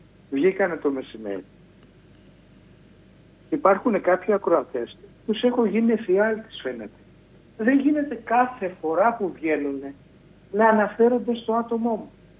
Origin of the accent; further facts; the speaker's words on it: Greece; Γιατί είμαι Έλληνας.